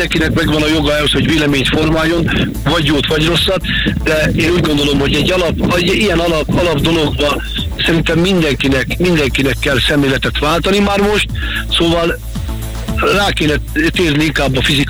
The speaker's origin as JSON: {"language": "Hungarian", "town": "Salgótarján", "region": "Nógrád", "country": "Hungary", "said": "Én nagyon büszke vagyok Salgótarjára, és nagyon szeretem."}